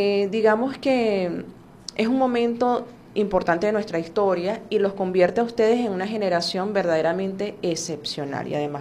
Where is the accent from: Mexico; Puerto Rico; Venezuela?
Venezuela; nos define como venezolanos